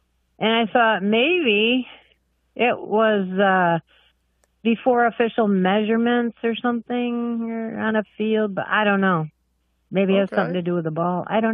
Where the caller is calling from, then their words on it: Corning, New York, United States; Corning, New York. Upstate New York.